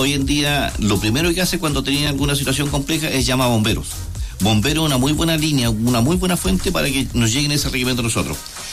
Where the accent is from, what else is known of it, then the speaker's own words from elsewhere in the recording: Viña del Mar, Valparaíso, Chile; now in Cañete, Chile; Yo vengo de Viña del Mar y nunca vi, ¿cierto?, el compromiso de los bomberos que tienen aquí en Cañete